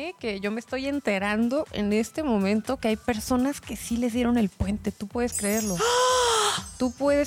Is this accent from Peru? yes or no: no; Mexico; ¡Despierta, que somos un chingo a la chingada y somos mexicanos!